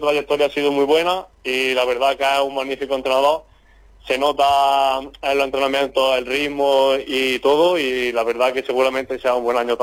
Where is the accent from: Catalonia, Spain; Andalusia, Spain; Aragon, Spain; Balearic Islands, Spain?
Andalusia, Spain; Mancha Real; soy el único de la Mancha